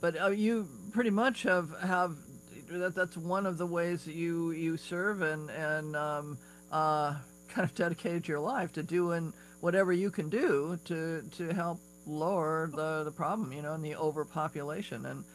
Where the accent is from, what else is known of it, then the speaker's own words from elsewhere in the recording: Seattle, Washington, United States; when I grew up here, I grew up in Seattle.